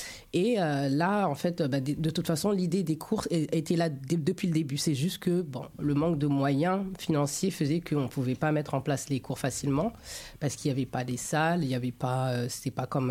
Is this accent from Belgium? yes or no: no; Paris, Île-de-France, France; moi je suis une parisienne née dans le 18e.